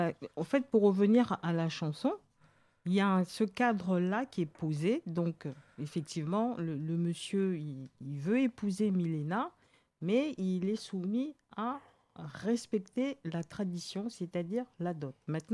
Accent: Gabon; je suis originaire du Gabon

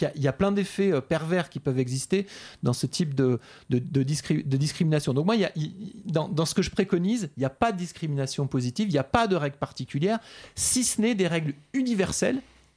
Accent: Toulouse, Occitanie, France; now in Paris, France; moi je suis toulousain

